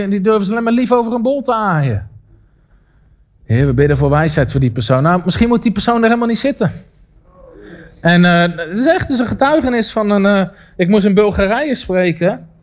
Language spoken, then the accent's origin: Dutch; Netherlands; als Nederlanders zijn we dat helemaal niet gewend.